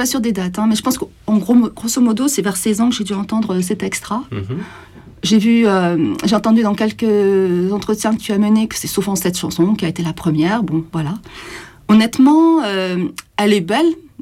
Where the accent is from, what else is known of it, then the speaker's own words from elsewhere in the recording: Provence-Alpes-Côte d'Azur, France; also born or lived in Marseille / Paris; je suis originaire de la Provence, donc je suis allée faire mes études à Marseille, et j'ai travaillé aussi là-bas au départ. Après, je suis venue sur Paris, et je suis repartie à Marseille.